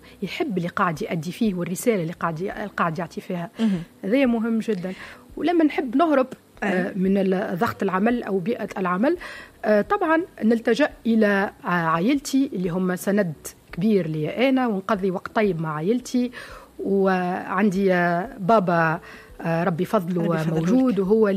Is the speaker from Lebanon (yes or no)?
no; Tozeur Governorate, Tunisia; also born or lived in Tunis; نحن من الجنوب كما أنا نقول لهم راني سافرت إلى دول عديدة. بالحق نقول مشيت للقارات الكل راني كسافرت، وكي أنا مثلا نمشي لبلادي للتوزر